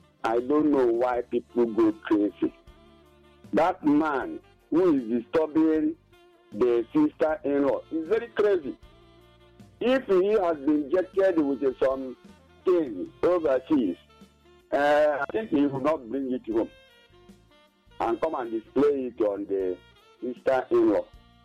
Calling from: Nigeria; I'm calling from Iskoko, my non-local government area.

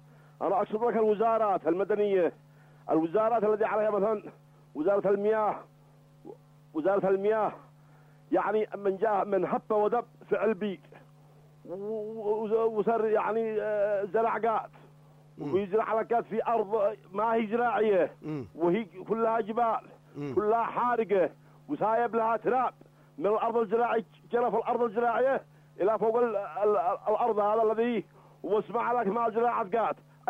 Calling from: Yemen; عندنا في اليمن

